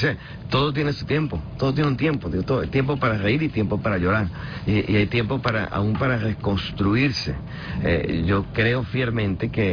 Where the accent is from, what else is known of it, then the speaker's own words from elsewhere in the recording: Venezuela; en medio de toda la aflicción que nos ha tocado vivir como pueblo venezolano